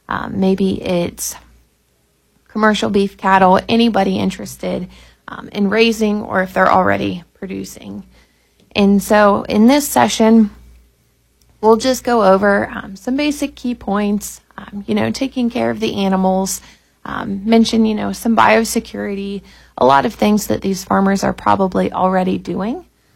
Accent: Ohio, United States; So I grew up in Noble County, Ohio, a little below Cambridge there. And I grew up on my family's beef cattle operation.

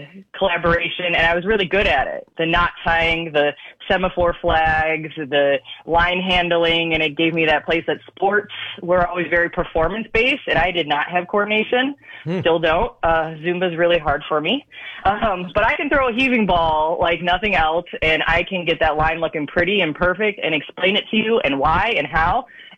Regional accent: Gurnee, Illinois, United States; also born or lived in Mundelein / Libertyville; And I grew up in the Great Lakes area, Gurnee, Mundelein, Libertyville, northern Chicago.

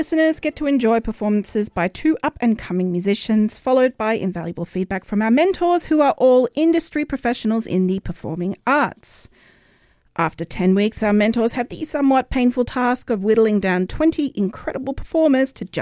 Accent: Queensland, Australia; moved away; You know, I'm a Queenslander as well.

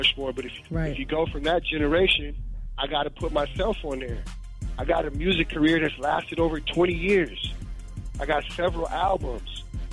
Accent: Alaska, United States; they find out I'm from Alaska

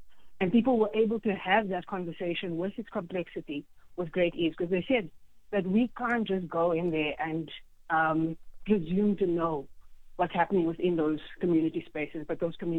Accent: Johannesburg, Gauteng, South Africa; I come from El Dorado Park.

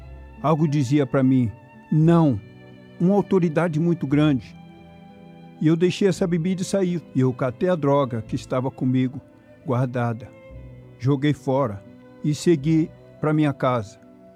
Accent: Rio de Janeiro, Brazil; E vim do Rio de Janeiro para cá.

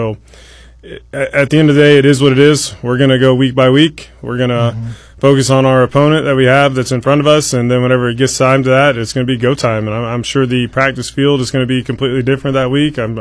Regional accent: Auburn, Illinois, United States; from Auburn

